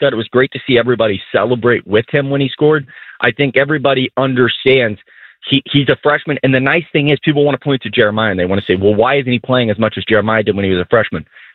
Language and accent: English; Columbus, Ohio, United States; I grew up in Columbus, Ohio.